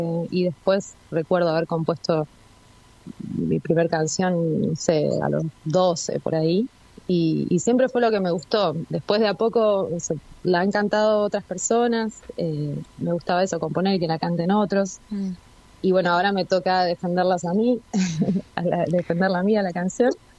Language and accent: Spanish; Trelew, Chubut, Argentina; moved away; also born or lived in Buenos Aires; Estudié piano clásico durante 7 años, o sea, con profesora particular, con Nelly Calles, en Trelew. Y después me fui a Buenos Aires